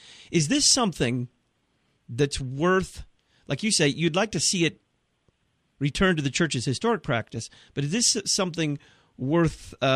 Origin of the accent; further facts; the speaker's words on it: Dallas, Texas, United States; moved away as an adult; also born or lived in Nebraska; I grew up in the Bible Belt in Dallas, Texas.